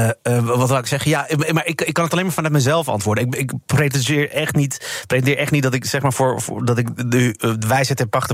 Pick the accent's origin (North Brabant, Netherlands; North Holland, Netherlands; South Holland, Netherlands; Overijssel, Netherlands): North Holland, Netherlands; Amsterdam; Ja, ik ben in deze buurt opgegroeid, want waar dit wordt opgenomen in Amsterdam-Oost. En daar, dat was altijd heel erg divers.